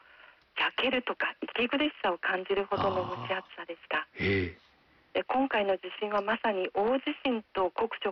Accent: Kumamoto, Japan; now in Osaka, Japan; 私が生まれ育ったのが熊本県なんですが

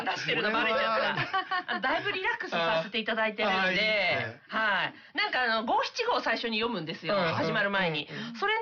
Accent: Fukushima, Japan; 私たちも福島県民なのに、

